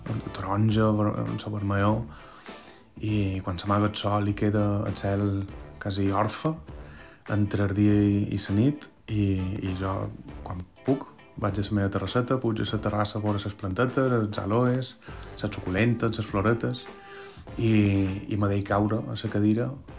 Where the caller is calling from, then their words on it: Palma, Balearic Islands, Spain; d'Art de Palma